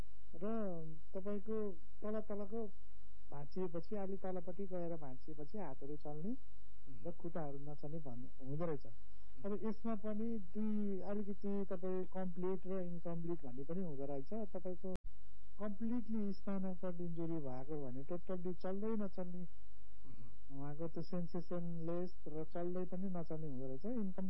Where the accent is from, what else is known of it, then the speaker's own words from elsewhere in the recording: Pokhara, Gandaki Province, Nepal; मेरो घर चाहिँ पोखरा आठ सिमल चौरमा पर्छ।